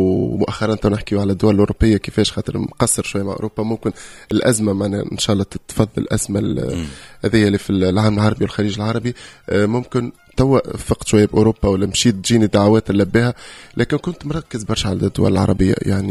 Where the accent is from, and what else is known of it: Tunisia